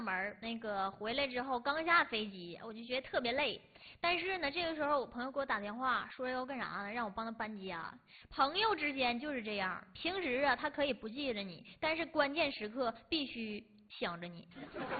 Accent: Daqing, Heilongjiang, China

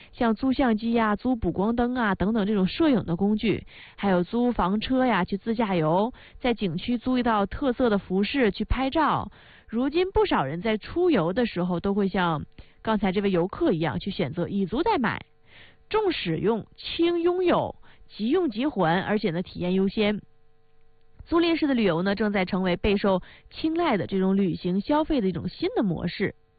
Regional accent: Northeast China, China; accent: Northeastern dialect; 用我们东北话来说哈，不想大包小裹的。

